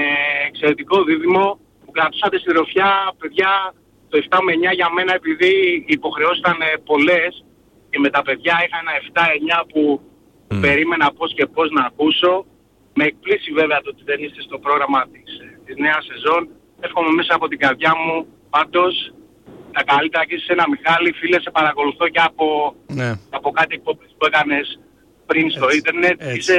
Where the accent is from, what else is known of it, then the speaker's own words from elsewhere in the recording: Vasiliko, Central Greece, Greece; now in Thessaloniki, Greece; Καταγωγή από Εύβοια. Και είμαι ερωτικός μετανάστης.